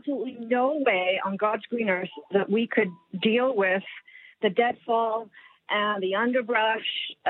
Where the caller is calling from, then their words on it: Calgary, Alberta, Canada; We normally live in Calgary, but we have a summer place in rural central Alberta, and it's an acreage, and we've been here for about 25 years, and it's very heavily treed.